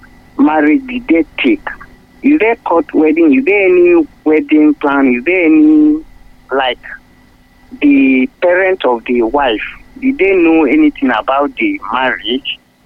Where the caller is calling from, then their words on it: Ibadan, Oyo, Nigeria; calling from Apata.